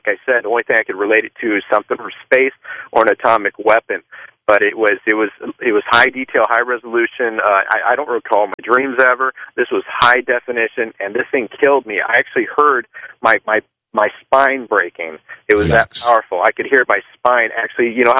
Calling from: California, United States; from California.

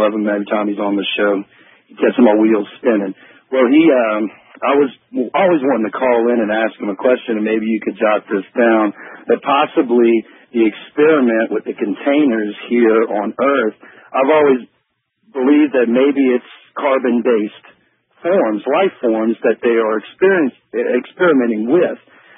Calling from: New Orleans, Louisiana, United States; I'm calling from New Orleans.

